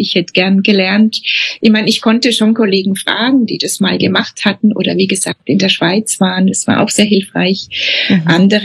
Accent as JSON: {"language": "German", "region": "Bavaria", "country": "Germany", "said": "also ich bin aus dem Unterfränkischen, immer einmal im Jahr eine ein Thai-Wochenende"}